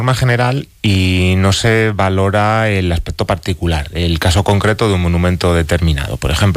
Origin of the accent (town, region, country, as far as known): Salamanca, Castile and León, Spain